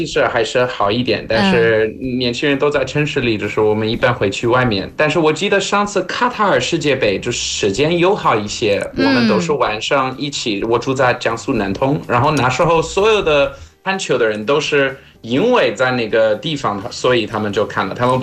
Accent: South Africa; Chinese is a second language; now in Nantong, China; 他们都知道我父亲来自葡萄牙，母亲来自法国，我是在南非长大

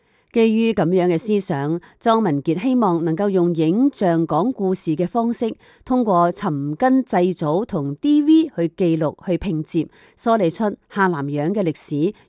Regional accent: Malaysia; 一方面让我自己知道我是从哪里来的，然后我要去哪里，甚至我知道我是哪个，我不只是一个马来西亚华人，原来我的根就在这里。

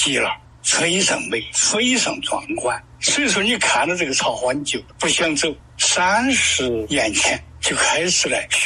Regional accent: Sichuan, China; now in Kunming, China; 我是四川人，是工作的需要来昆明的

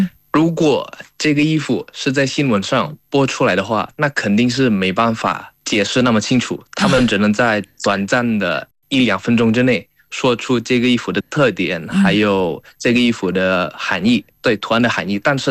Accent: Indonesia; Chinese is a second language; now in China; 我是印尼人

